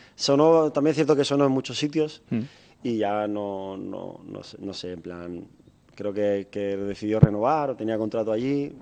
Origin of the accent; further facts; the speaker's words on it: Murcia, Region of Murcia, Spain; born there; Yo nací en Murcia